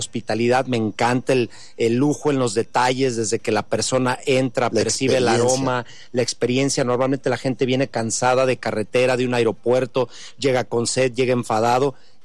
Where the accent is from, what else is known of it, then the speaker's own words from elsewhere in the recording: Michoacán, Mexico; now in Guadalajara, Mexico; Michoacán, de donde soy originario, aunque tengo ya más de 20 años viviendo en Guadalajara.